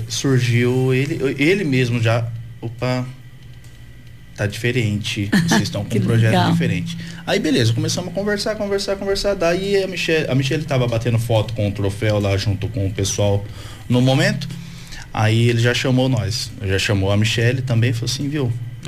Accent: Avaré, São Paulo, Brazil; Nós somos lá de Avaré

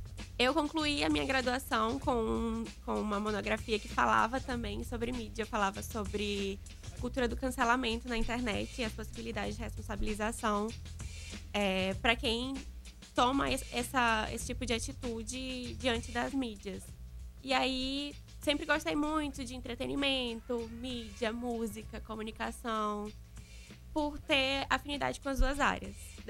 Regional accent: São Luís, Maranhão, Brazil; sou aqui de São Luís.

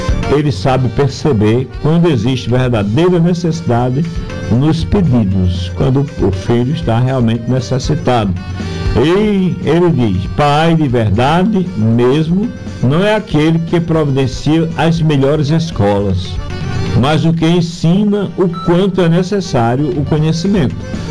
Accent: Pernambuco, Brazil; born there; da minha mesma área de residência onde nascemos, ele no Sítio Sapato, eu no Sítio Água Branca

